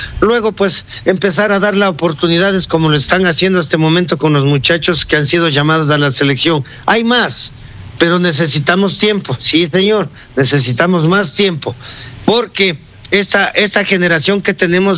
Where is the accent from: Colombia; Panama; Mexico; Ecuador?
Ecuador